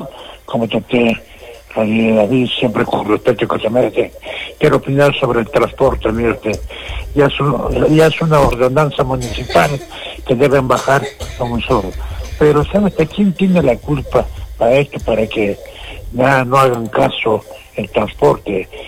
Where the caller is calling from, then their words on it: Peru; yo vivo en Independencia